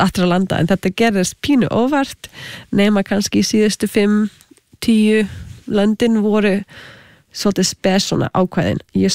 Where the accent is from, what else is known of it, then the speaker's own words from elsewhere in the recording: Canada; also born or lived in United States / Australia; ég ólst upp í Kanada með halv indverskri móðu frá Suður Ameríku svo ég var þegar alþjóðlegt barn og með nokkur tungumál sem ég gat notað